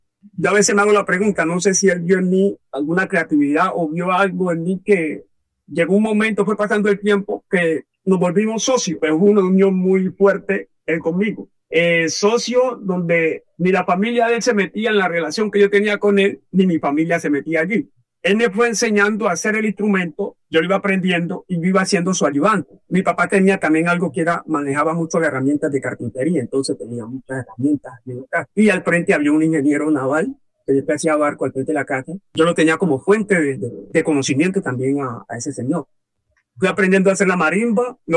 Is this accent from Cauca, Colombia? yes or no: yes; Guapi, Cauca, Colombia; Soy de Huapicauca. Y me considero, pues, un hombre de mi territorio, de mi cultura y de esas tradiciones que nuestros mayores nos han dejado.